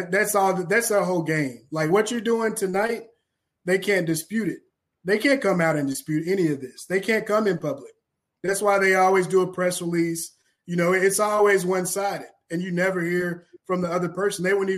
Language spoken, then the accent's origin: English; Kentucky, United States; I'm from Kentucky. I organize.